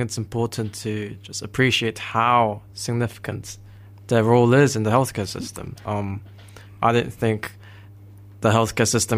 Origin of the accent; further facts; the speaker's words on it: South Korea; moved away; I'm originally from Korea